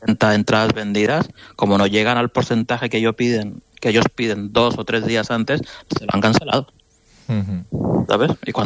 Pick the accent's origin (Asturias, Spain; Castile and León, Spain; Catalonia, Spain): Catalonia, Spain; Barcelona; Mira, nosotros somos de aquí de Barcelona